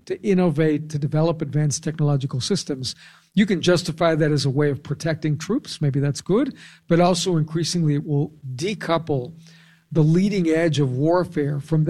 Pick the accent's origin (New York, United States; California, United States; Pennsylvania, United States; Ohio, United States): California, United States; So in my home state of California